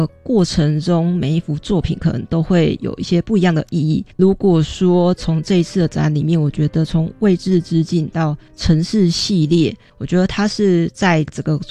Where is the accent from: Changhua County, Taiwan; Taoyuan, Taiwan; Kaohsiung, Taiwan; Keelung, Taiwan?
Kaohsiung, Taiwan; now in Taipei, Taiwan; 它的创作起源是我的家乡高雄为发展的题材。